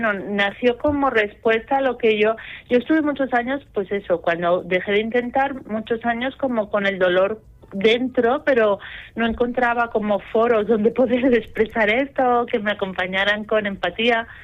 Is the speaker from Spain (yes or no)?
yes; Barcelona, Catalonia, Spain; esto me lo llevo yo a mi tierra. Y entonces fue cuando se me ocurrió eso, montar la web, hacer una web como punto de encuentro y crear un grupo de ayuda mutua aquí en, bueno, mi ciudad, que es Barcelona